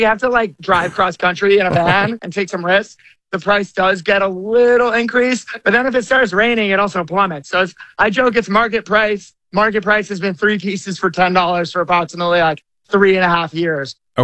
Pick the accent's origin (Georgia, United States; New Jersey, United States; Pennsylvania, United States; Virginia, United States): New Jersey, United States; So I grew up in the Kingdom of New Jersey as a Nets fan.